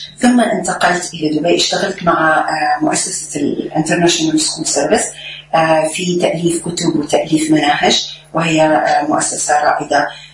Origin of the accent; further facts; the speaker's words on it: Zarzis, Medenine, Tunisia; moved away as an adult; also born or lived in La Marsa, Tunisia; now in Bahrain; تونس، من جرجيس، مواليد حومة القرعة. أيضا تعلمت، ولدت وتعلمت ونشأت في تونس وفي جرجيس بالتحديد، ثم نجحت في دورة المعلمات، انتقلت إلى التعليم بدار المعلمات بالمرسى